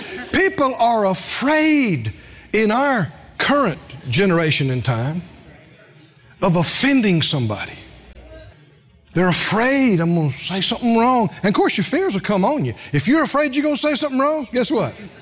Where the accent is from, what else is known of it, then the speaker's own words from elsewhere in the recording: the South, United States; accent: drawl; I've had people accuse my family because we're from the South.